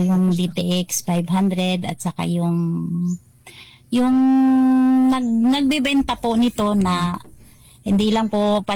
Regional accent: Maasin, Western Visayas, Philippines; Taga Maasin yung panay.

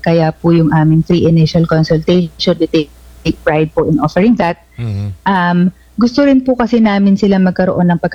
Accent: San Miguel, Bulacan, Philippines; moved away as an adult; now in New Jersey, United States; Born and raised in San Miguel, Bulacan. Kaya malalim po tayong Managalog.

